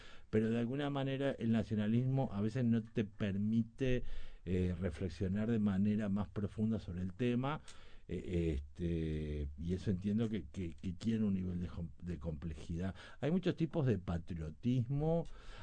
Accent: Uruguay; also born or lived in Brazil

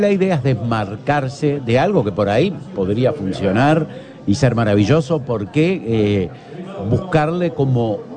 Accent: Uruguay; ¿qué tan cafeteros somos los uruguayos?

